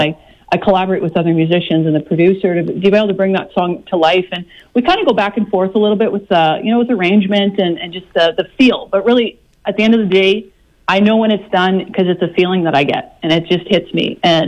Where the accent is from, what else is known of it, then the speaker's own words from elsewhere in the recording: Lancer, Saskatchewan, Canada; I was a country girl at heart, a prairie girl. I grew up actually in the southwest corner of Saskatchewan near a town called Lancer.